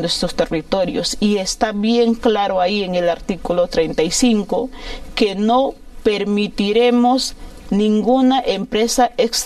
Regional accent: Peru; now in United States; porque nosotros como peruanos no nos sentimos representados por ella.

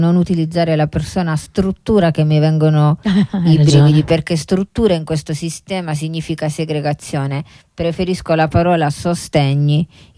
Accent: Apulia, Italy; now in Turin, Italy; io sono di origine, sono pugliese

